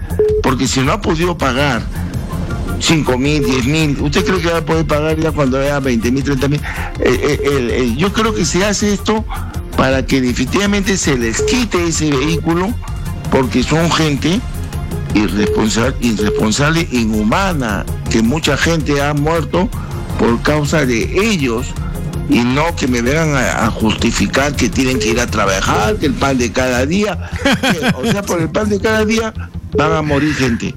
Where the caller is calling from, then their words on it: Lima, Peru; de San Borja.